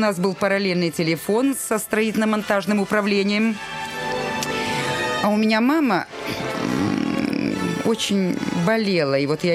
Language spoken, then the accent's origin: Russian; Dnipropetrovsk, Dnipropetrovsk Oblast, Ukraine; moved away as an adult; Но я приехала из Днепропетровска. Я до этого работала в театре в Днепропетровске. Кто меня тут знает? Провинциальную актрису.